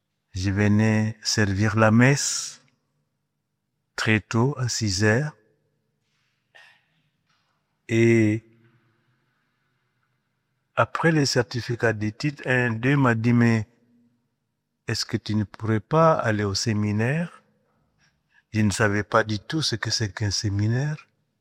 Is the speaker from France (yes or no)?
no; Guinea; Je suis de Guinée, en Afrique de l'Ouest. Je suis d'une famille chrétienne